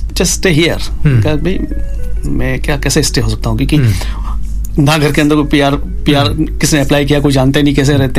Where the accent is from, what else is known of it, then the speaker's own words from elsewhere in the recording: Rajasthan, India; देखो मैं तो राजस्थान से हूँ मारवाड़ी खून है